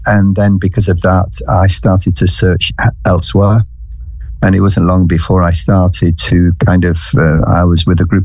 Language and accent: English; St Helens, North West England, United Kingdom; now in London, United Kingdom; I was brought up in Merseyside. I was brought up in a place near Liverpool called St. Helens. And I was brought up in a church